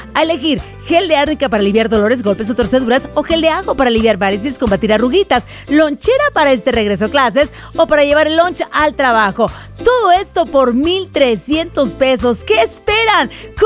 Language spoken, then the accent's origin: Spanish; Mazatlán, Sinaloa, Mexico; moved away; en mi tierra, allá en Mazatlán, Sinaloa